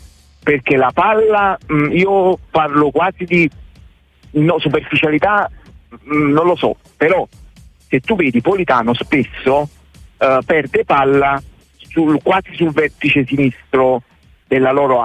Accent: Torre Annunziata, Campania, Italy; io sono di Torre Annunziata, quindi dovevo arrivare, è diventato un viaggio

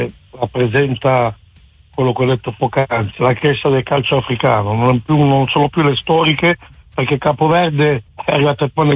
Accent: DR Congo; la Repubblica Democratica del Congo, dunque la squadra del mio paese, che dopo 52 anni torna a disputare un mondiale.

